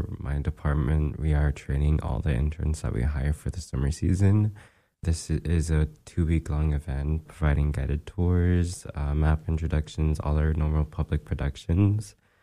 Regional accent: Utqiagvik, Alaska, United States; now in Anchorage, United States; Growing up, I grew up in Itkagvik.

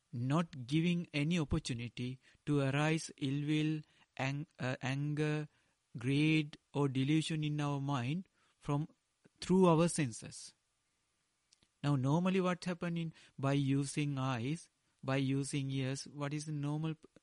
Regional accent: Sri Lanka; first language Sinhala; English is a second language; Now, I learned in Dhamma in Pali, directly in Pali, or in my mother language in Sinhala.

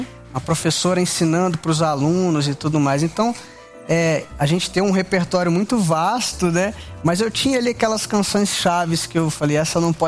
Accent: Minas Gerais, Brazil; eu fico muito honrado porque eu sou mineiro, assim como ele.

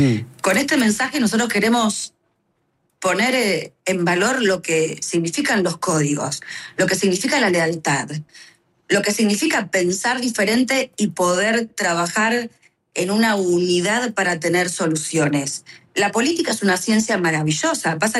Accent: Rosario, Santa Fe, Argentina; Es un pedido que le hago como rosarina al presidente

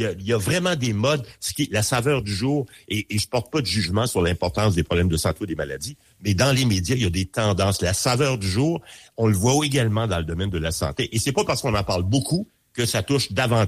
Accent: Quebec, Canada; chez nous au Québec

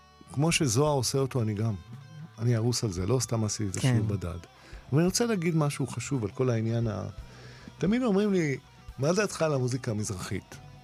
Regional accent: Rehovot, Central District, Israel; אני מרחובות

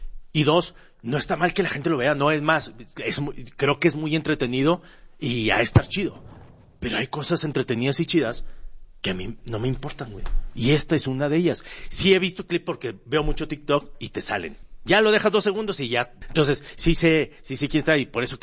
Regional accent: Mexico; Nosotros creemos que son buenos futbolistas porque estamos en México y porque somos mexicanos.

